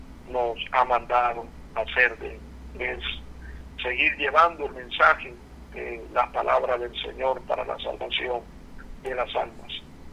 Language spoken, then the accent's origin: Spanish; Guatemala; nuestro país, Guatemala